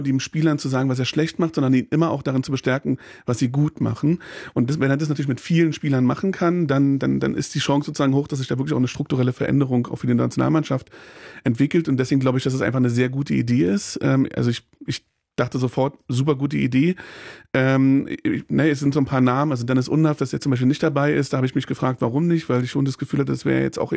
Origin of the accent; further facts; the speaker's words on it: East Germany, Germany; born there; Ich bin in diesem Land geboren. Ehrlich gesagt bin ich in der DDR geboren und dann ist dieses Land wiedervereinigt worden. Und ich lebe sehr, sehr gerne in diesem Land.